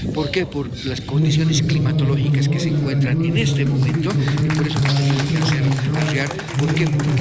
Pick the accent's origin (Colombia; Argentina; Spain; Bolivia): Bolivia; born there; Como boliviano, en primer lugar, nuestros símbolos patrios es a lo cual yo me debo. Yo he nacido en este país, yo soy parte de este Estado Plurinacional